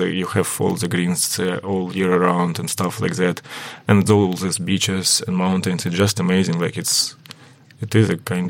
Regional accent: Ukraine; English is a second language; now in Ireland; I'm from Russian-speaking region, and I started to speak Ukrainian properly only when I arrived to Ireland.

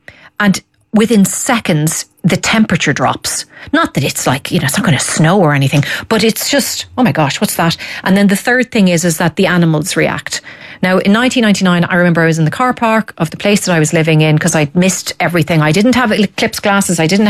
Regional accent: Dundalk, County Louth, Ireland; I'm in Dundalk, my hometown, come on, the town.

